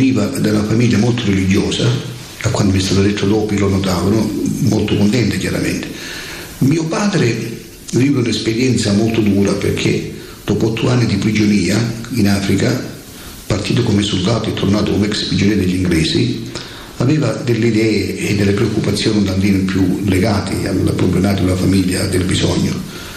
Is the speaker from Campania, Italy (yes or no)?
no; Rossano, Calabria, Italy; Io sono originario di Rossano Calabro